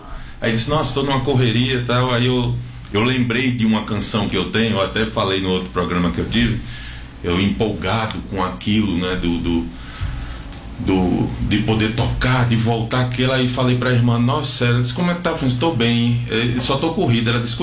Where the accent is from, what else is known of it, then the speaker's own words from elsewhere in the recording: Belém, Paraíba, Brazil; Eu sou nordestino, sou paraibano, sou de Belém, a terra, casa de pai, terra de paz, casa do pão, não é?